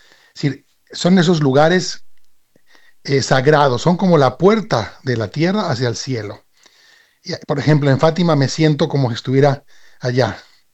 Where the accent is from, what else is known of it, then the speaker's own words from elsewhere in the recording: Spain; now in Mérida, Mexico; Yo soy español, aunque vivo aquí en México.